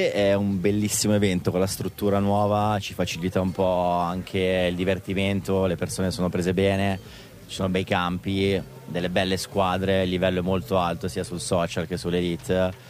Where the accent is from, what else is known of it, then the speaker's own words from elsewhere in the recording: Cernusco sul Naviglio, Lombardy, Italy; born there; siamo tutti giocatori che sono cresciuti qua a Cernusco, sia rugbisticamente che anche nell'Interland qua vicino